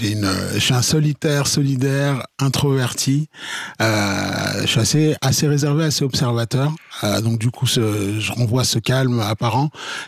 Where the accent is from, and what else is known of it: Switzerland; born or raised there